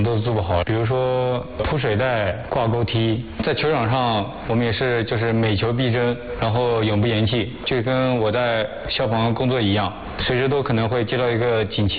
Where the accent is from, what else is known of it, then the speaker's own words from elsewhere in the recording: Jiangsu, China; also born or lived in Hunan; 我今年25岁，老家是湖南的，但是从小在洽河长大，接触足球是在小学3年级的时候吧。